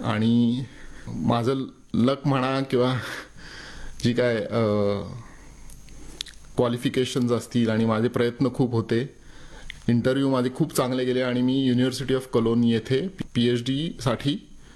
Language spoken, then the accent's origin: Marathi; Pune, Maharashtra, India; born or raised there; moved away as an adult; also born or lived in Goa